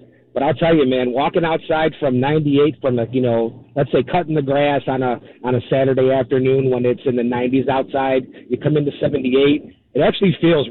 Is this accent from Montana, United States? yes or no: no; Chicago, Illinois, United States; See, I grew up in Chicago, so I used to work for an HVAC company